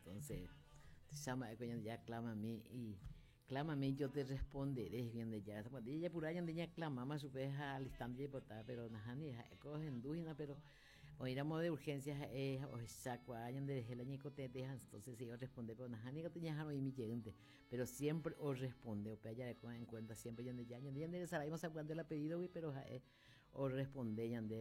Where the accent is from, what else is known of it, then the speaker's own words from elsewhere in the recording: Nueva Londres, Caaguazú, Paraguay; hoy es aniversario de mi pueblito Nueva Londres.